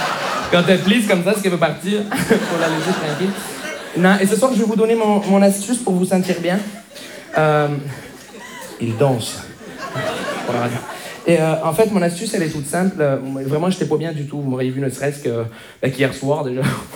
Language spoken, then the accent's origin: French; Montreal, Quebec, Canada; je viens de Montréal.